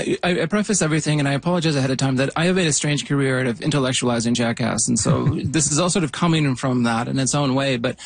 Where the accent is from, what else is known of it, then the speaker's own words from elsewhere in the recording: Yukon, Canada; I was a skate punk. I grew up in the Yukon.